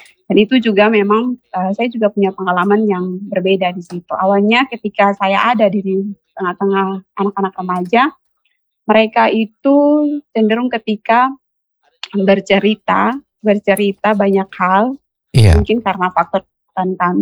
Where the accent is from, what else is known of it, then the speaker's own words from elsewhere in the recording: Kupang, East Nusa Tenggara, Indonesia; accent: Kupang; ini pakai logat Kupang saya.